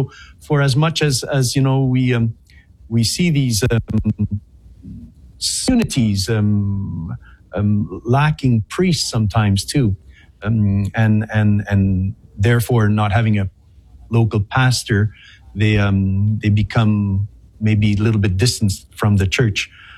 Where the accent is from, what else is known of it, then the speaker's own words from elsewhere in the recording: Quebec, Canada; I think of Canada, for example. I'm French Canadian